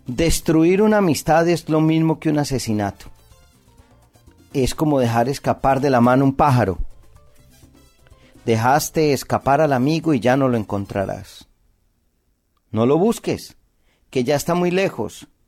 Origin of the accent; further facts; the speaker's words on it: Colombia; en mi país, Colombia